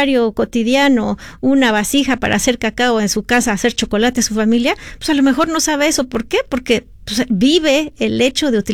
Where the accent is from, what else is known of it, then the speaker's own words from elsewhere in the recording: Mexico; en todo lo que me involucré con las comunidades indígenas en mi país, se me ocurrió crear cómo un telar, ¿no?, puede contar una historia, ¿no? Entonces, yo por años he estado yendo a las comunidades indígenas de México en el estado de Chiapas